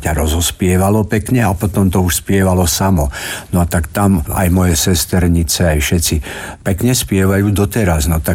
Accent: Bratislava, Bratislava Region, Slovakia; born there; also born or lived in Hontianske Nemce; Ja som krvou Stredoslovák, ale som už narodený v Bratislave. Ale strašne rád sa vraciam na Stredné Slovensko, kde sú korene oboch mojich rodičov, do Hontianskych Nemiec.

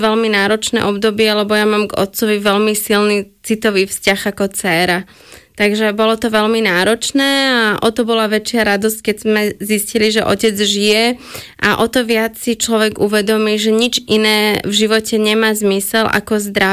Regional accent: Kuwait; moved away; Ako dieťa som žila v Kuvajte, potom sme žili v rôznych krajinách

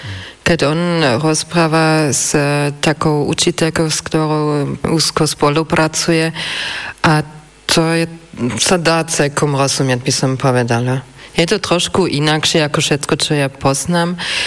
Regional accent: Swabia, Germany; ja som zo Švabska pôvodne, tak hovoríme švabsky

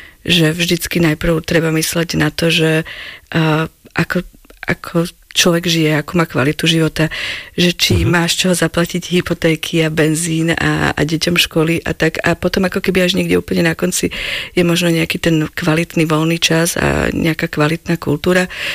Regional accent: Bratislava, Bratislava Region, Slovakia; moved away as an adult; now in Slovenský Grob, Slovakia; Ja som z Bratislavy, aj celý život som bývala v Bratislave.

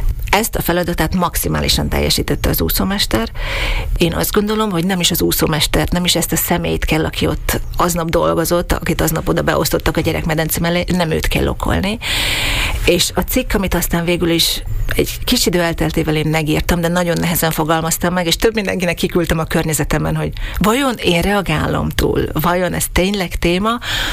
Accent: Slovakia; born or raised there

